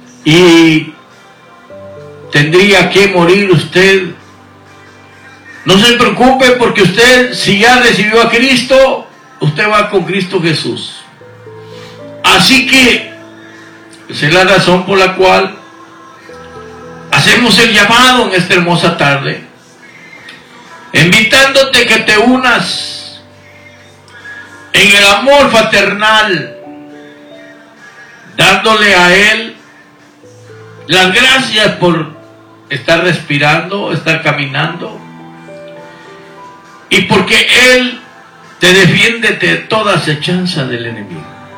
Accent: Guatemala; now in Houston, United States; También le mando un cordial saludo allá a Guatemala, en mi tierra natal

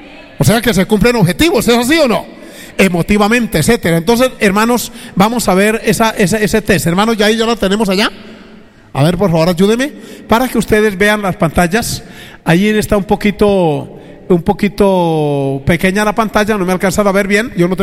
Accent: Antioquia, Colombia; yo soy de Antioquia

